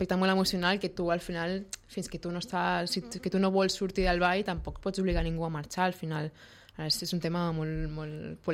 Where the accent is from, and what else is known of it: Sitges, Catalonia, Spain